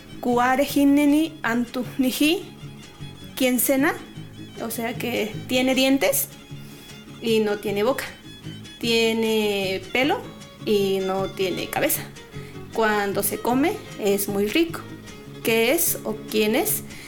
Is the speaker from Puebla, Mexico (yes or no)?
yes; San Marcos Tlacoyalco, Puebla, Mexico; vengo de la comunidad de San Marcos Tlacoyalco.